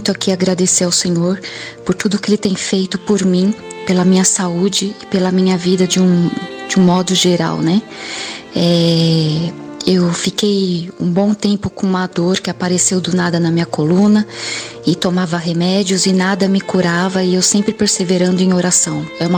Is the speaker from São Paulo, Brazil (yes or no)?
yes; Santo André, São Paulo, Brazil; eu sou de Santo André.